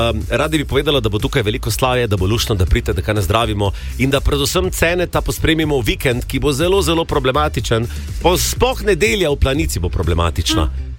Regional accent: Maribor, Drava, Slovenia; v centru mesta, v Maribora, mojega domačega mesta.

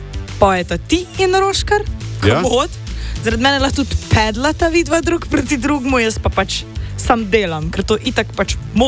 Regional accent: Styria, Slovenia; accent: Styrian; ka lahko govorimo, kak govorimo. Štajerci smo.

